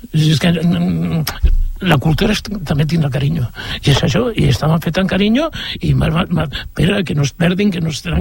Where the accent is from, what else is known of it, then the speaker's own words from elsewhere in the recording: Barcelona, Catalonia, Spain; born there; jo soc nascut a Barcelona i també era de barri del tros aquell, i jo em sento sobretot primer de Cans Blancs i Casablanca.